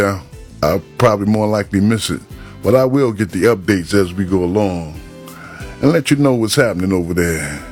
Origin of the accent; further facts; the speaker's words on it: San Antonio, Texas, United States; born there; moved away; I was born in San Antonio